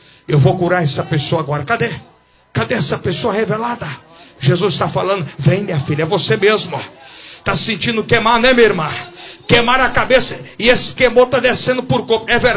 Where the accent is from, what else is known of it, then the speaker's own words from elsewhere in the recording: Goiás, Brazil; desculpa a expressão vulgar, eu sou do Goiás.